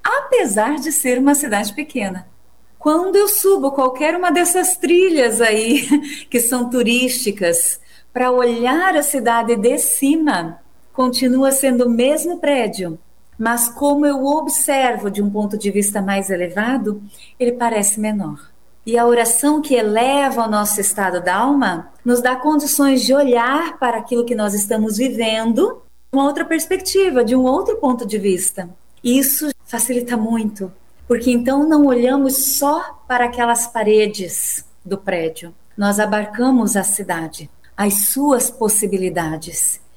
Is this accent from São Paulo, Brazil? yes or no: no; Jaraguá do Sul, Santa Catarina, Brazil; Sou de Jaraguá do Sul, Santa Catarina, e nós moramos num vale. E o vale é assim, né, rodeado por montes.